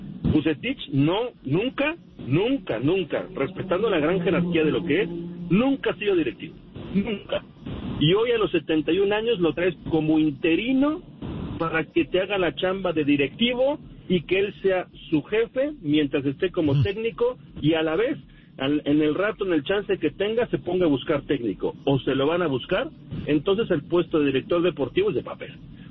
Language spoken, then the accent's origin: Spanish; Monterrey, Nuevo León, Mexico; El regio no es de México, el regio es de Regiolandia, es de Monterrey. Y ya después, sí somos de México.